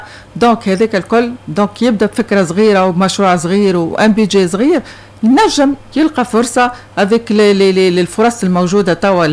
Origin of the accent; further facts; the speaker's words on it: Tunisia; عندنا في تونس